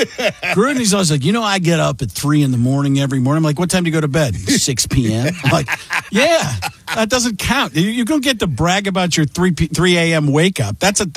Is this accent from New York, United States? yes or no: no; Milwaukee, Wisconsin, United States; So not my hometown. I grew up in Milwaukee